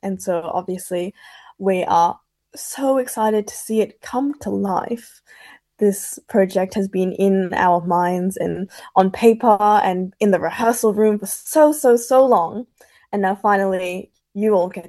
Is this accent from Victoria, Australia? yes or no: yes; Melbourne, Victoria, Australia; I am from the West, which is where St. Albans is.